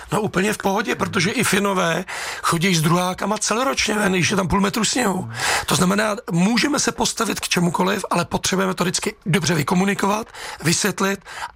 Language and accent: Czech; Příbram, Central Bohemian Region, Czechia; já jsem příbramák, jsem z Brd